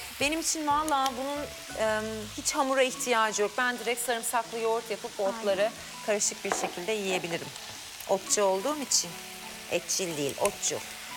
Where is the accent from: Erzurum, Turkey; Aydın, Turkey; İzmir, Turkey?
Aydın, Turkey; Nazilli; Bir tanesi benim memleketim Nazilli.